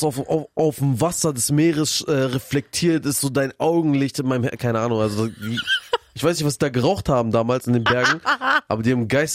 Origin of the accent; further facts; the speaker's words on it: Afghanistan; ich bin ja Afghane so und bei uns im Persischen gibt's so Gedichte